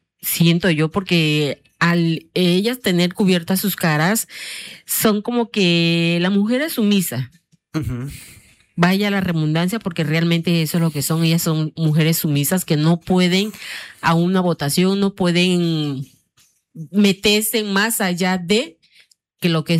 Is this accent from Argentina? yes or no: no; Mexico